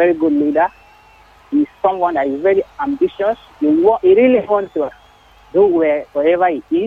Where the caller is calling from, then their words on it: Ogun, Nigeria; I'm calling from Ogun